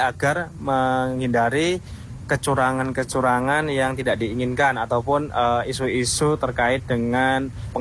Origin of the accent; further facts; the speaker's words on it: Maguwo, Special Region of Yogyakarta, Indonesia; saya dari Maguwo.